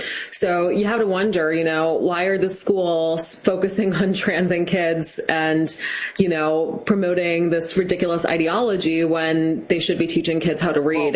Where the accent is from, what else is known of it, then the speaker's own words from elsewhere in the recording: Massachusetts, United States; I mean, I'm from Massachusetts, which actually does have very good schools, despite them being like off the rails crazy.